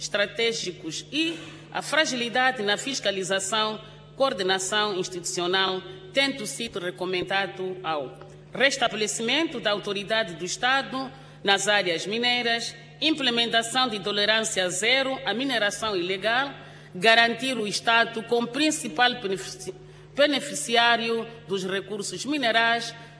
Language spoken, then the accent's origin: Portuguese; Mozambique